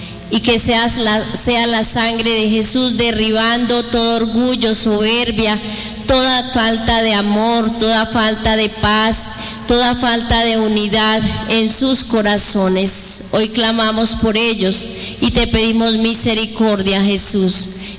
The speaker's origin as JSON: {"language": "Spanish", "country": "Colombia", "said": "todos nosotros como colombianos, como familias."}